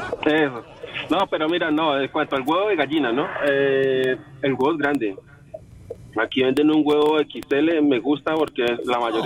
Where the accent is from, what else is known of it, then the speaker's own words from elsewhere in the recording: Llanos Orientales, Colombia; moved away; yo soy buen llanero